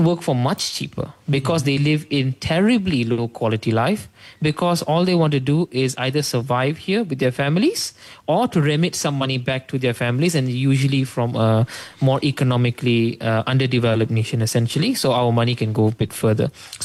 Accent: Malaysia; I'm a Malaysian politician too.

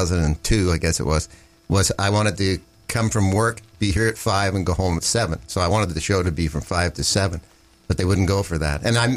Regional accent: Toronto, Ontario, Canada; I grew up in Scarborough.

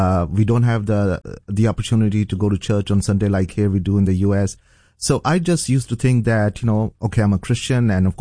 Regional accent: Saudi Arabia; also born or lived in Pakistan; So I was born in Pakistan, And then at the age of 3, I ended up going to Saudi Arabia because my parents, they were working, both my mom and dad, they were working in Saudi Arabia.

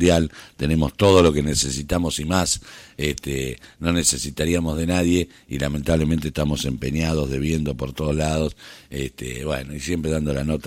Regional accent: Argentina; no nos quieren a los argentinos en el mundo. Es cierto que los argentinos, viste, siempre nos mandamos macanas por todos lados

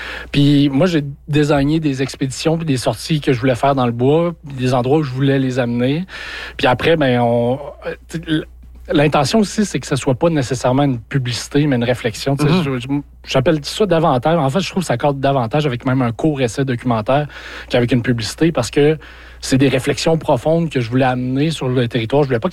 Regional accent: Quebec, Canada; Ça fait partie de nous, là, à titre de Témiscamingue.

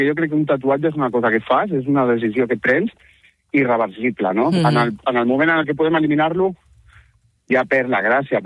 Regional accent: Barcelona, Catalonia, Spain; jo soc de Barcelona.

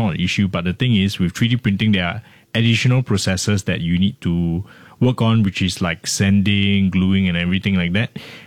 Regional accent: Singapore; being Singaporean and being very pragmatic

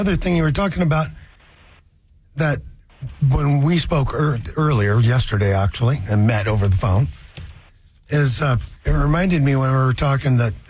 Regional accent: Puyallup, Washington, United States; screening in my hometown, which is kind of cool. So that's coming to Puyallup.

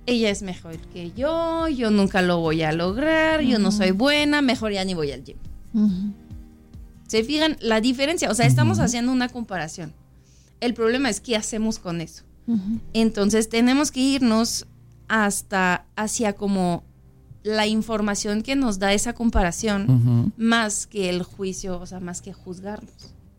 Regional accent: France; Spanish is a second language; moved away; Ya ven que yo soy de Francia y fui con mis hijos a Francia.

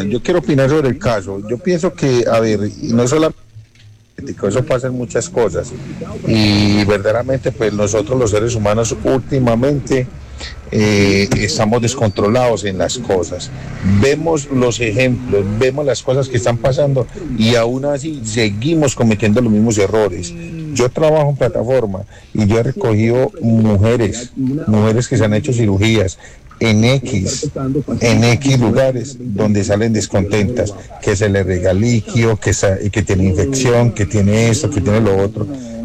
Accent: Colombia; seguimos siendo esos indios colombianos que verdaderamente cometemos los errores y seguimos siendo masoquistas.

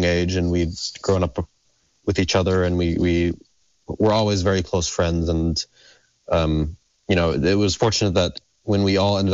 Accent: Palestine; moved away as an adult; also born or lived in Ramallah; we grew up together in Palestine.

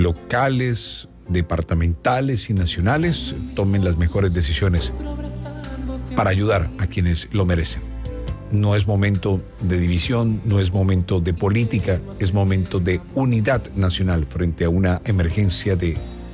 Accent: Colombia

